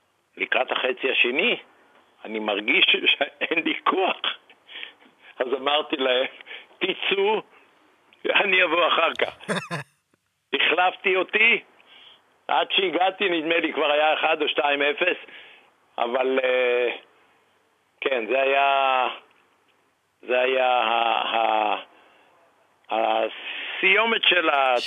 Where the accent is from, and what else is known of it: Netanya, Central District, Israel; born or raised there